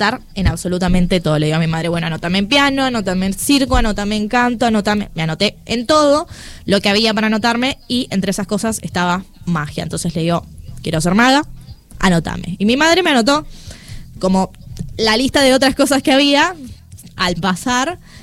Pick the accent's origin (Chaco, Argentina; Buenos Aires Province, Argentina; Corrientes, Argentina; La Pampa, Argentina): Buenos Aires Province, Argentina; Berazategui; yo soy, como decía, de Berazategui, entonces todo me quedaba lejos.